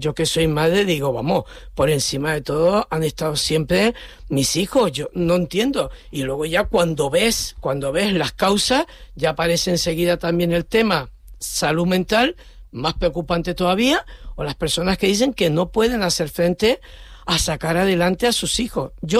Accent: Canary Islands, Spain; soy canaria, vivo en esta comunidad

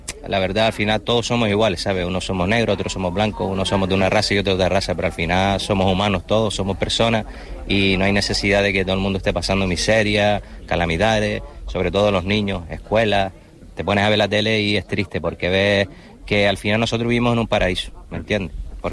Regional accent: Las Palmas de Gran Canaria, Canary Islands, Spain; pero nosotros somos del barrio de la Isleta y habría que ir a la Isleta y ver lo que hay ahí

